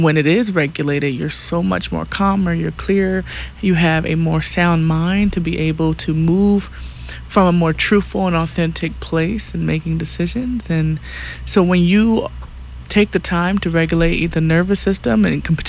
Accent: Philadelphia, Pennsylvania, United States; moved away as an adult; now in Kauai, United States; I am a sound activator and nervous system regulator. I'm originally from Philly, but have been on Kauai for about 2 months now

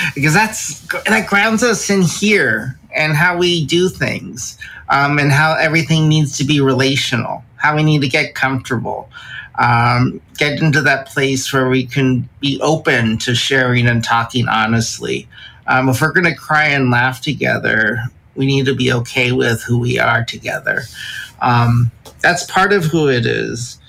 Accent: Philippines; But I think it's because we're both Filipino.

